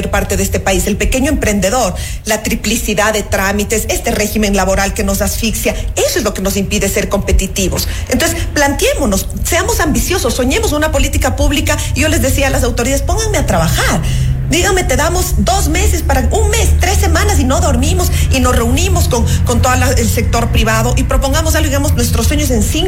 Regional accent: Ecuador; porque resulta que a nosotros nos ofende como ecuatorianos la balanza comercial.

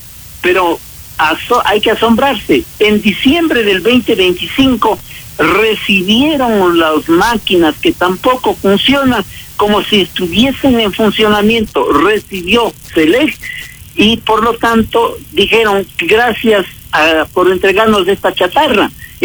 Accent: Ecuador

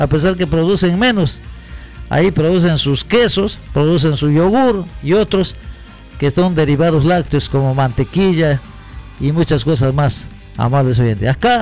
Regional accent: Peru; ¿Qué hacemos los peruanos?

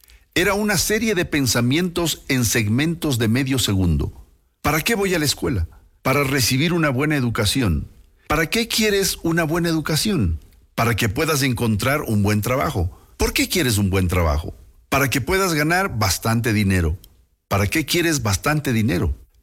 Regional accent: England, United Kingdom; soy de Inglaterra y creo en Dios.

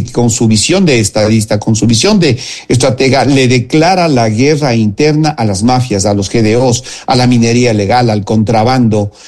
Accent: Ecuador

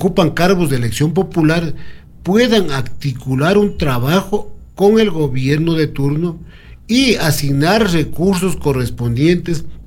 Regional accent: Ecuador; todos somos ecuatorianos

